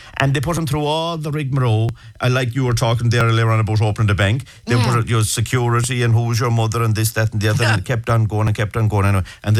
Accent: Ireland; The worry now with corporation tax is that are we, as an Irish people and the Irish government, relying too heavy on it?

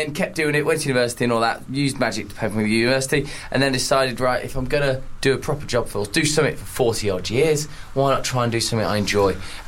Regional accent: Birmingham, West Midlands, United Kingdom; I'm from Birmingham and we're British.

